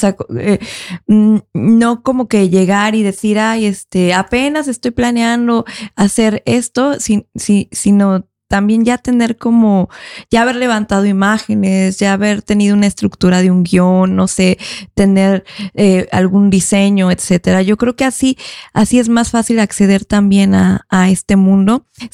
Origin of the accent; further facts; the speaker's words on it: Mexico City, Mexico; Y yo vengo de Ciudad de México y Ciudad de México es una ciudad súper abierta